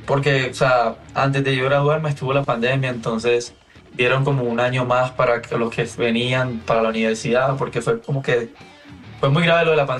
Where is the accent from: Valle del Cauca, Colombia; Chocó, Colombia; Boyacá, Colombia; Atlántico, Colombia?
Atlántico, Colombia; Barranquilla; born there; Barranquilla. Barranquilla.